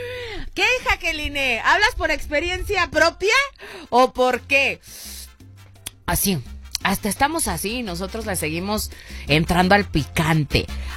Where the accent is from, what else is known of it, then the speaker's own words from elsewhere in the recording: Mexico; ¿Por qué somos así los mexicanos?